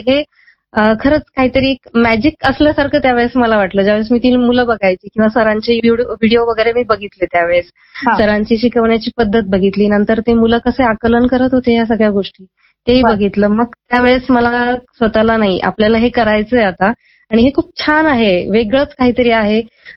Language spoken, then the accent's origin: Marathi; Nashik, Maharashtra, India; मी मूळची नाशिकचीच आहे.